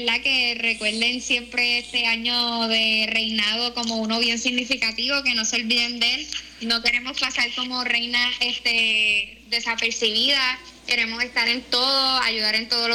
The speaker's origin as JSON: {"language": "Spanish", "town": "San Germán", "country": "Puerto Rico", "said": "como las dos somos de la Monserrate, soy yo y es Caliani, que está aquí al lado mío."}